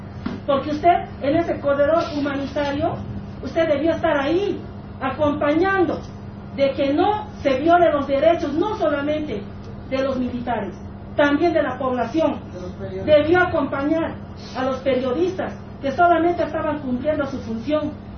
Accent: Bolivia; Y se lo digo así como una boliviana.

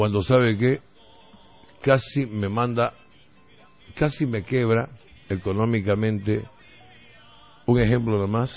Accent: Yacuiba, Tarija, Bolivia; born there; Feliz porque nací en este país. Feliz porque nací en Yacuiba.

